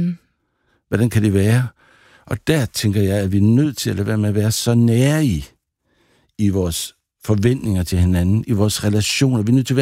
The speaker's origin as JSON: {"language": "Danish", "region": "Central Denmark Region", "country": "Denmark", "tie": "born or raised there", "said": "Men jeg er 60 år, og jeg er fra Vestjylland, og har levet langt det meste af mit liv i Vestjylland."}